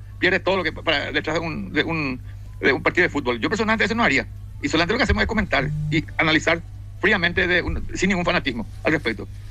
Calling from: Paraguay

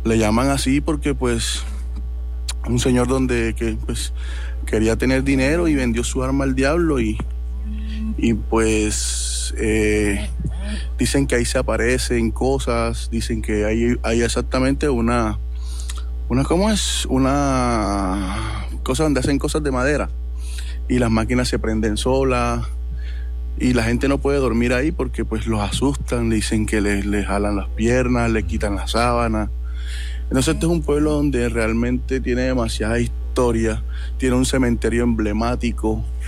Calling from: Mompox, Bolívar, Colombia; estoy ubicado exactamente en un pueblito llamado Mompox, en el departamento de Bolívar.

